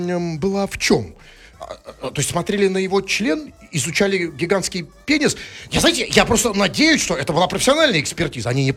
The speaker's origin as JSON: {"language": "Russian", "town": "Samara", "region": "Samara Oblast", "country": "Russia", "said": "Я просто, честно говоря, сам немножко самарец"}